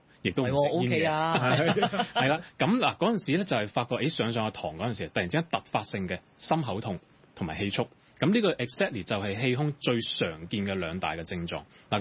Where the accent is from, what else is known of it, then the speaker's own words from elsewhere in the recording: Guangdong, China; 其實只係我哋廣東人將佢講得特別盞鬼啲啊咁樣啫